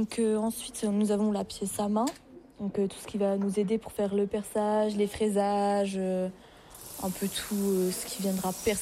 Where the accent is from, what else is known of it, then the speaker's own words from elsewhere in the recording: Besançon, Bourgogne-Franche-Comté, France; moi, je suis originaire de Besançon.